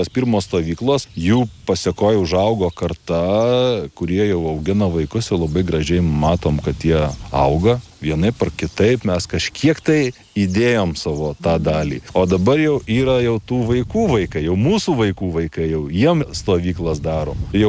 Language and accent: Lithuanian; Dzūkija, Lithuania; Juokauju, kad čia gyvena priedzūkiai, nes aš esu dzūkas, o kas prie manęs gyvena, tai jie yra prie manęs, tai priedzūkiai.